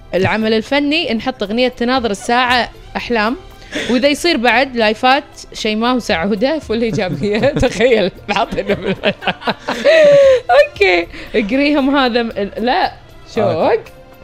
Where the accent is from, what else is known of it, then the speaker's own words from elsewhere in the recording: Saudi Arabia; من السعودية